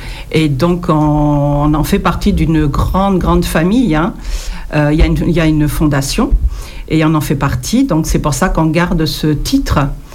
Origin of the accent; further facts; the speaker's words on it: Hauts-de-France, France; Mon père travaillait à Motobécane, l'usine Motobécane. Et comme je suis originaire de l'Aisne, ma mère travaillait dans les cotonnières.